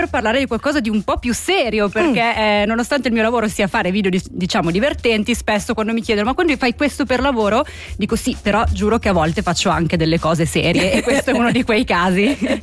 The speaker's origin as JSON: {"language": "Italian", "town": "Bellinzona", "region": "Ticino", "country": "Switzerland", "lives_now": "Lugano, Switzerland", "said": "Bellinzona. Trapiantata nel Luganese, però."}